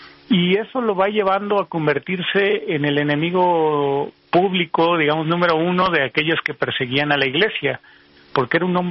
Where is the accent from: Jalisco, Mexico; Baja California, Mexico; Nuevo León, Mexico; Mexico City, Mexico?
Jalisco, Mexico; Tepatitlán; born there; Yo nací en Tepatitlán, Jalisco, que es un lugar en los altos de Jalisco, digamos, entre San Juan de los Lagos y Guadalajara